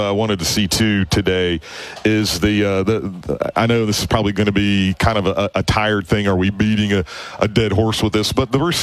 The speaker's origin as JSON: {"language": "English", "region": "South Carolina", "country": "United States", "tie": "born or raised there", "said": "I grew up in South Carolina, but I was a big Braves fan too."}